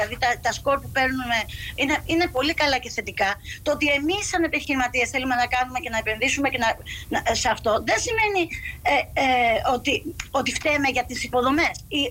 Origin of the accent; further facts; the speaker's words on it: Zakynthos, Ionian Islands, Greece; επειδή είμαστε όλοι από τη Ζακύνθου, αναφερθήκαμε και στα προβλήματα του τόπου και της Ζακύνθου